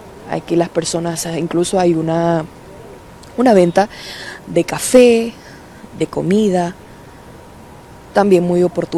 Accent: Venezuela; así somos los venezolanos

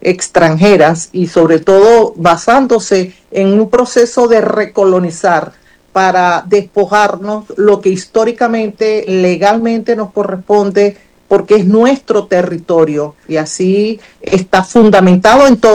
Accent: Venezuela; nosotros como nación venezolana

